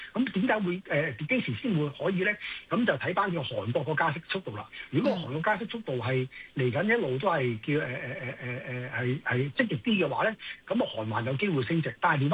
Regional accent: Hong Kong; 我哋作為香港人

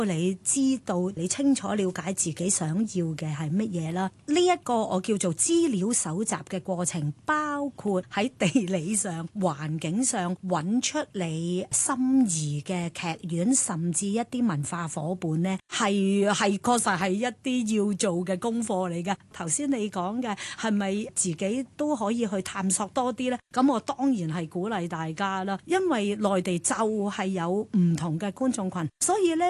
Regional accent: Hong Kong; 我哋香港人

